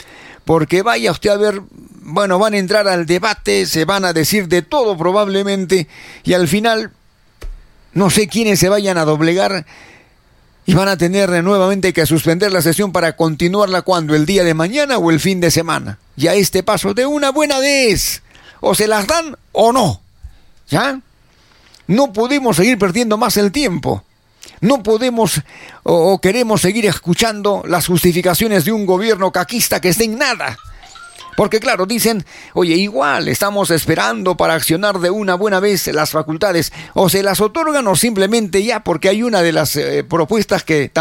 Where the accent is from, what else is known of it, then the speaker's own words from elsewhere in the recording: Peru; derechos que nos asisten como peruanos, como seres humanos